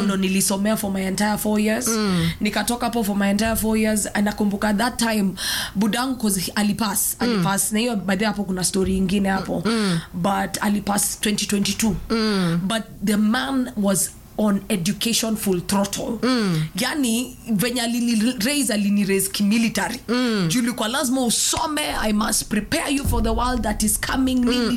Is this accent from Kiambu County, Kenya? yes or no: no; Nairobi, Kenya; nilikuwa nimelelewa Bontao.